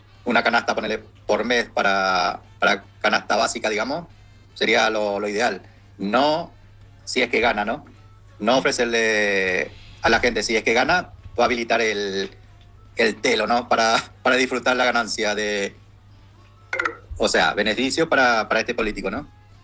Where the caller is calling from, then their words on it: Buenos Aires, Argentina; de Buenos Aires.